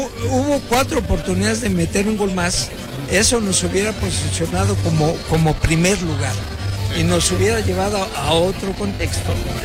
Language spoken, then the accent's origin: Spanish; Mexico; darnos la identidad como mexicanos